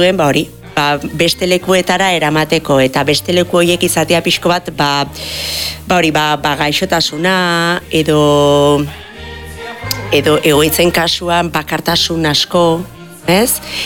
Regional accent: Errenteria, Basque Country, Spain; Ba, ni horretakoa, errenteikoa naz. Eta nire herrian, bazeoen talde bat, ez, haundixioak, elkartzen zirenak klaun egitea.

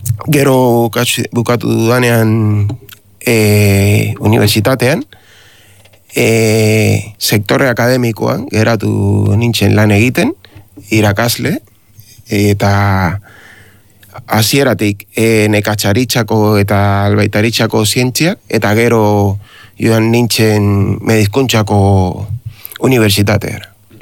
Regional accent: Cuba; Basque is a second language; Bai, ni jaio nintzen iraultzaren barruan, nire gurasoak izan dira, bueno, familia oso humilde bat, nire aita zen irakaslea, Kuba, bueno, institutoko irakaslea

